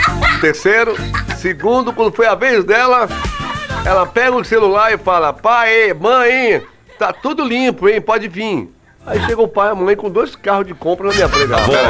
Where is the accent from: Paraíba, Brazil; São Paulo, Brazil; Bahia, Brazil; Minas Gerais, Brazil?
Minas Gerais, Brazil; Júnia, sou de Minas também.